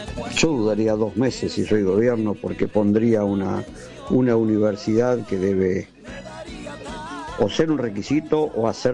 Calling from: Argentina; somos los argentinos los que gobernamos.

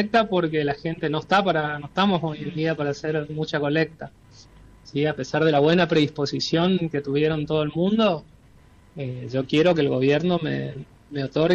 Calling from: Chaco, Argentina; yo soy chaqueño.

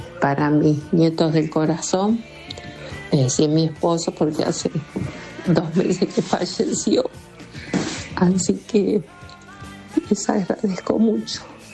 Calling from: Monte Grande, Buenos Aires Province, Argentina; de Monte Grande

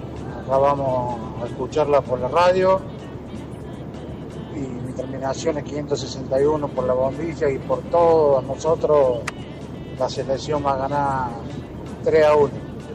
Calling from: Córdoba, Argentina; camionero de Córdoba, como muchos argentinos

